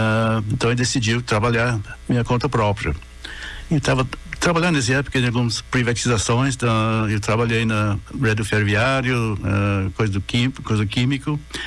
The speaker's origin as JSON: {"language": "Portuguese", "town": "Newcastle", "region": "North East England", "country": "United Kingdom", "tie": "born there", "also_born_or_lived": "Paris", "second_language": "Portuguese", "moved": "as an adult", "said": "eu nasci em Newcastle, norte da Inglaterra."}